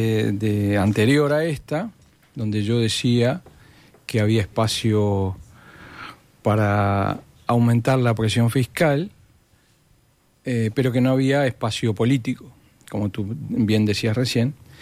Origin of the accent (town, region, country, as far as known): Uruguay